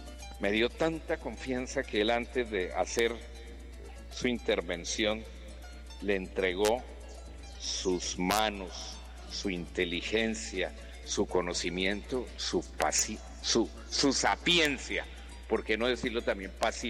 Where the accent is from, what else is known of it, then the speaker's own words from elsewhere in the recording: Llanos Orientales, Colombia; mi tierra llanera, de mi tierra colombiana